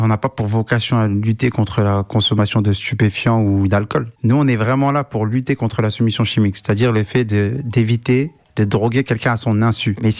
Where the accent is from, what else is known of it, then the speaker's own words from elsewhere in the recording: Compiègne, Hauts-de-France, France; moved away as an adult; also born or lived in Paris; Je suis originaire de Compiègne. … c'est un jeune qui a grandi au Clos des Roses jusqu'à ses 18 ans. Donc j'ai fait toutes mes classes à Compiègne, en passant par Filias Le Bègue, le collège André Malraux, le lycée Mireille Grenet.